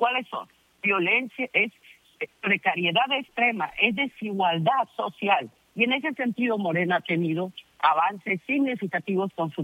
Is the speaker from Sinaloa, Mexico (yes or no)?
yes; Sinaloa, Mexico; Quienes somos sinaloenses conocemos la historia